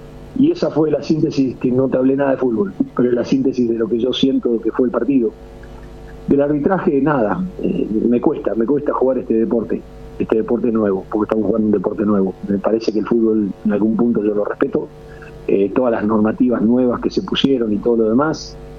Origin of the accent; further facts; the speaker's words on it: Argentina; Le digo, miren, yo le voy a decir una cosa como argentino, no como, como técnico de la selección paraguaya.